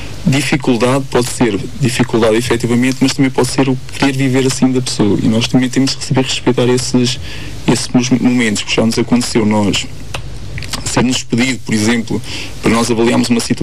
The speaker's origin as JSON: {"language": "Portuguese", "town": "Guarda", "region": "Centro", "country": "Portugal", "tie": "born or raised there", "said": "Eu cresci aqui na Guarda."}